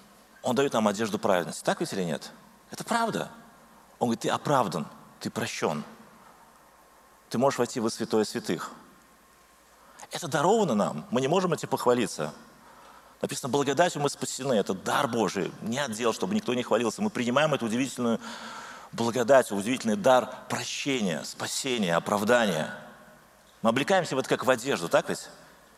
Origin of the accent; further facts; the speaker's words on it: Saratov Oblast, Russia; я из Саратовской области